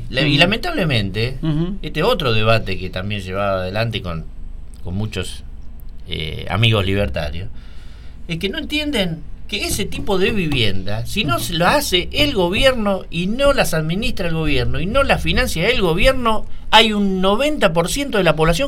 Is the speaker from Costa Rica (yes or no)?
no; Argentina; Te lo digo como joven argentino, te lo digo por mi hijo.